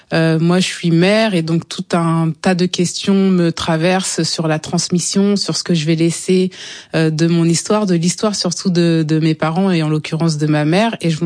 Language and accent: French; Rouen, Normandy, France; Mais comment ça, de Normandie, vous venez d'où? Je dis, Rouen